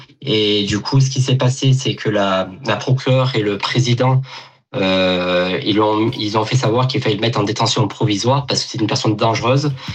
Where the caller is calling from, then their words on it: Gap, Provence-Alpes-Côte d'Azur, France; j'habite sur Gap.